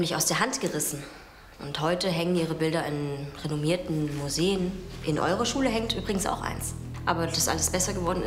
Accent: Erfurt, Thuringia, Germany; born there; Ich wurde 88 in Erfurt geboren.

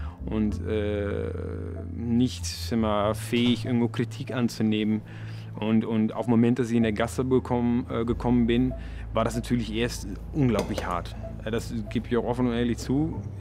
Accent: Netherlands; German is a second language; moved away; als Kind auch immer zur Schule, 15 Kilometer hin, 15 Kilometer zurück. Das ist einfach normal in den Niederlanden.

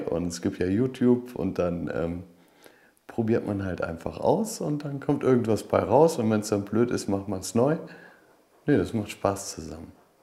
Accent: Eifel, Germany; moved away; Ich bin im Dorf in der Eifel groß geworden

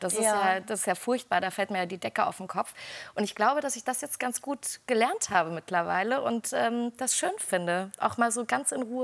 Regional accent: Erfurt, Thuringia, Germany; born or raised there

